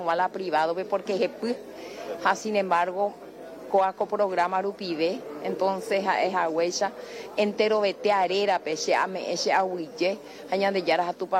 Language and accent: Spanish; Horqueta, Concepción, Paraguay; No, yo soy de Orqueta. Ah, Orqueta.